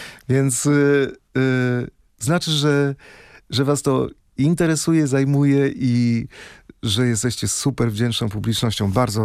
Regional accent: Kalisz, Greater Poland Voivodeship, Poland; z Kalisza dojeżdżałem co tydzień na piątkowe próby do Wrocławia i przez pół roku chłopaki nie wiedzieli w ogóle, że nie jestem z Wrocławia.

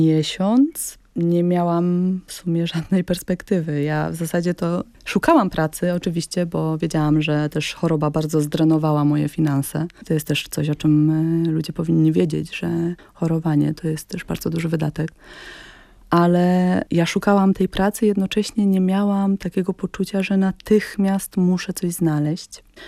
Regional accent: Silesian Voivodeship, Poland; moved away as an adult; now in Warsaw, Poland; mieszkam pod Częstochową

